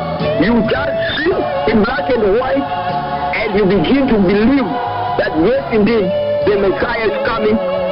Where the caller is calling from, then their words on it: Mombasa, Mombasa County, Kenya; I'm calling from Kongoya, right here in Mombasa